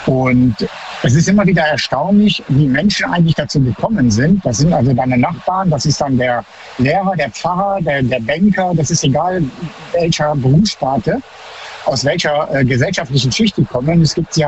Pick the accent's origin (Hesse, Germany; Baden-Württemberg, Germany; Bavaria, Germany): Baden-Württemberg, Germany; Baden-Baden; Ja, eher Baden-Baden.